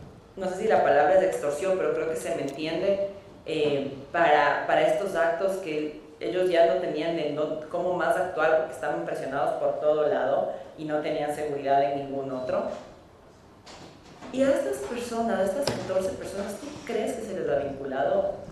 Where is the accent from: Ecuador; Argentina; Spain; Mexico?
Ecuador; lo que queremos todos como ecuatorianos